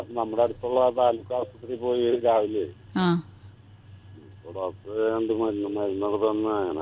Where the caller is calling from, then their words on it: Kerala, India; ഞാൻ തൃശ്ശൂർ ജില്ലയിലെ മറ്റേ നമ്മുടെ ചിമ്മിനി ഡാം റൂട്ടില്ലേ, അവിടെ ഭാഗത്തുനിന്നാണ്.